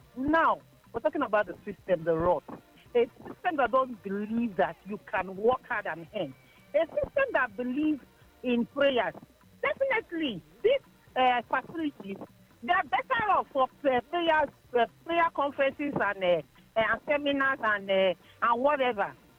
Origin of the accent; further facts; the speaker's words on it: Lagos, Nigeria; growing up in Ajegunle